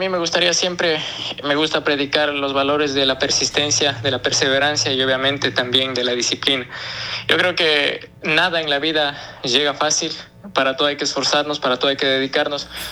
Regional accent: Ambato, Tungurahua, Ecuador; Bueno, yo soy de la ciudad de Ambato

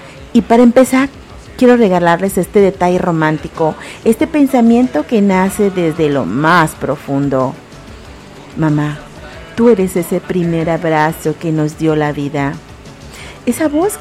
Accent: Tizimín, Yucatán, Mexico; transmitiendo con mucho orgullo y mucho amor desde mi tierra bonita, desde Tizimín, Yucatán, para todo el mundo.

